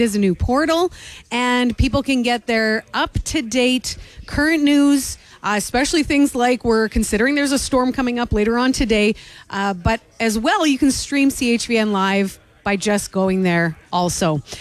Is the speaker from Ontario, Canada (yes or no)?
no; Niverville, Manitoba, Canada; live on location right in my hometown.